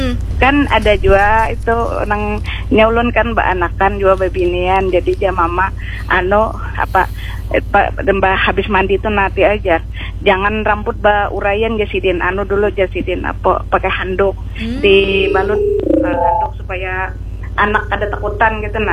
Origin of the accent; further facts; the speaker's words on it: Alabio, South Kalimantan, Indonesia; Tuh dari Alabiu Pak.